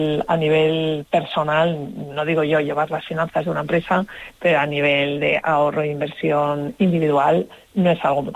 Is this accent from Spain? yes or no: yes; Barcelona, Catalonia, Spain; also born or lived in Madrid; cuando llegaba a Madrid la gente me decía, ¿dónde eres? Y yo soy de Puebla, soy de Barcelona y no he salido.